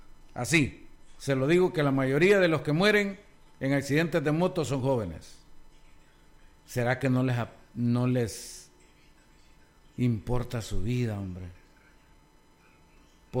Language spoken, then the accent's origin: Spanish; El Salvador; somos especiales los salvadoreños.